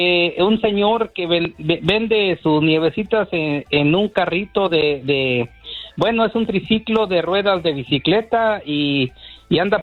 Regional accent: Soledad de Graciano Sánchez, San Luis Potosí, Mexico; Soy originario de ahí, de la cuna de las enchiladas potosinas, se llama Soledad de Graciano Sánchez.

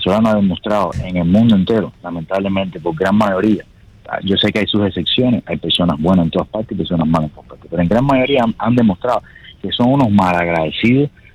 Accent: Cuba; born there; moved away; Yo nací en Cuba.

